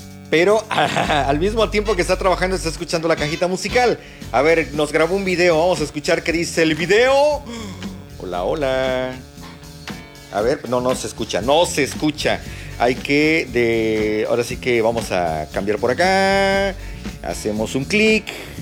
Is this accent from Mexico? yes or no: yes; Mexico; Así hablamos los mexicanos.